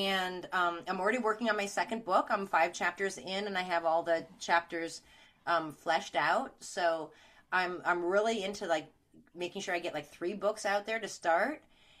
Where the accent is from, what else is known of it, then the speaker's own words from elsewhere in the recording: Chicago, Illinois, United States; also born or lived in East Coast; now in Oregon, United States; I'm from Chicago